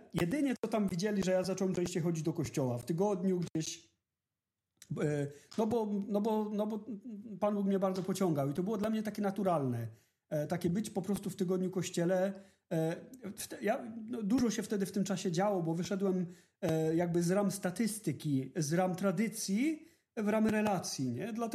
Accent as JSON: {"language": "Polish", "region": "Silesian Voivodeship", "country": "Poland", "tie": "born or raised there", "moved": "yes", "lives_now": "Norway", "said": "ja pochodzę ze Śląska"}